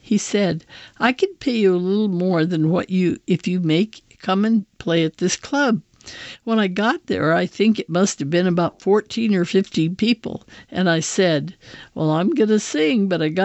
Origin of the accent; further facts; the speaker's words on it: Louisiana, United States; I'm from Louisiana. I love cooking better than I do playing the guitar.